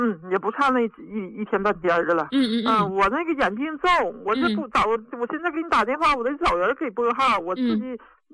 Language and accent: Chinese; Daqing, Heilongjiang, China; 哎，王老师，我家是大庆的。黑龙江省大庆的。